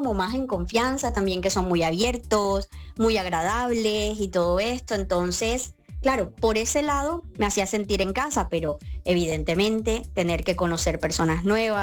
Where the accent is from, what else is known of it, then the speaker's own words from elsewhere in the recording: Barranquilla, Atlántico, Colombia; now in Seville, Spain; suelen ser mucho como en la costa en Colombia, yo soy